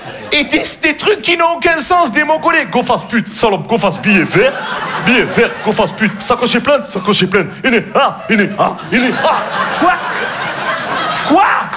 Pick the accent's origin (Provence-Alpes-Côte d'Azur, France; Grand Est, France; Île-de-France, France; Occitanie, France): Provence-Alpes-Côte d'Azur, France; Marseille